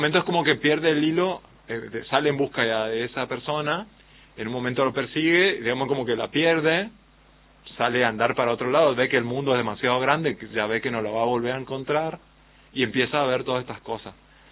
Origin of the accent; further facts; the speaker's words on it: Resistencia, Chaco, Argentina; de la zona donde yo soy, de Resistencia, y alrededores.